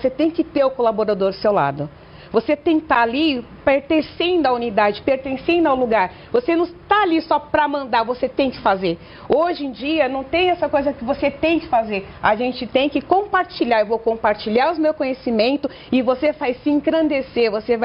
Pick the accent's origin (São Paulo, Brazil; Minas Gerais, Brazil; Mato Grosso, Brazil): São Paulo, Brazil; Taboão da Serra; Eu sou do Taboão da Serra, né?